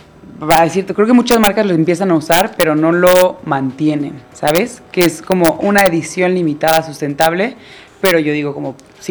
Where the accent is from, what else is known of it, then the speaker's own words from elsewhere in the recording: Mexico; hecha con fibra de nopal, que es algo que nos representa mucho como mexicanos